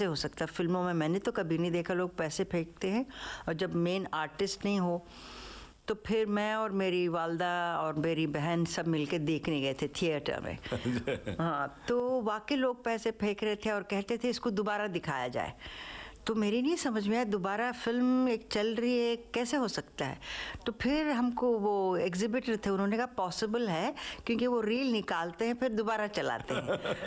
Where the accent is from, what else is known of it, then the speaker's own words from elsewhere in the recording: Tamil Nadu, India; also born or lived in Vijayawada; मेरे ख्याल से कुछ घंटे डेढ़ घंटे का सफ़र है चेन्नई से वहाँ, मतलब मैं तमिलियन हूँ समझिए।